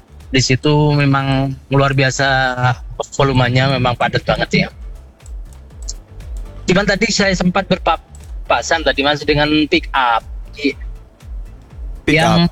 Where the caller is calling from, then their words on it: Argosari, Indonesia; Ya, ini kan saya kebetulan dari Argosari.